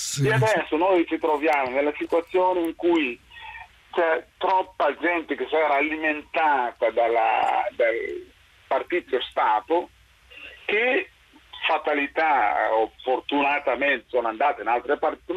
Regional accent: Guinea; questo a un certo punto mi ha portato ad essere persona non grata nel mio paese, sì, in Guinea

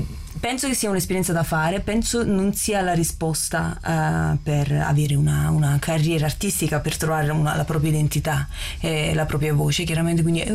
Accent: Naples, Campania, Italy; Vabbè, io sono lenta, diciamo, in quanto napoletana purtroppo è nel mio...

